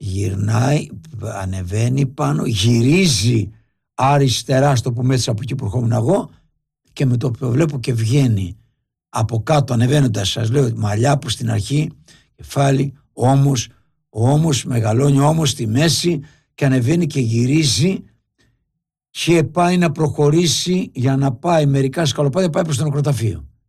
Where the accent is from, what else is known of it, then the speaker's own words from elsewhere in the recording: Egklouvi, Ionian Islands, Greece; όπως είναι από το χωριό μου τώρα με εγκλουβί, που έλεγα και χθες, βγάζουμε και τη φοβερή φακή εγκλουβής